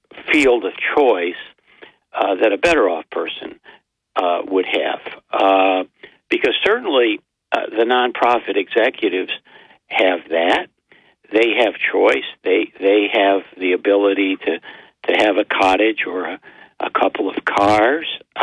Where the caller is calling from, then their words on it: Binghamton, New York, United States; I'm from Binghamton